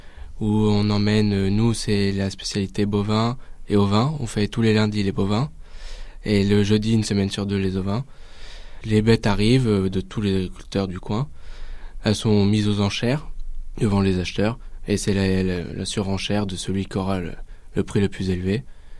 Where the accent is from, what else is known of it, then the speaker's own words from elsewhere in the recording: Le Blanc, Centre-Val de Loire, France; born there; Je suis né le 31 décembre 2006 dans la ville du Blanc.